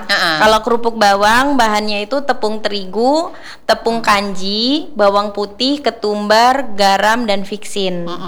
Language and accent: Indonesian; Java, Indonesia; kita orang Jawa